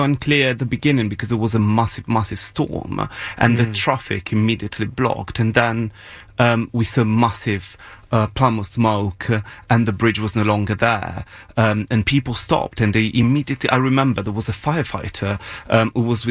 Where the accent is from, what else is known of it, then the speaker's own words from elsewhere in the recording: Genoa, Liguria, Italy; I was actually in my hometown. I was driving into town from my parents' place, and I did see it.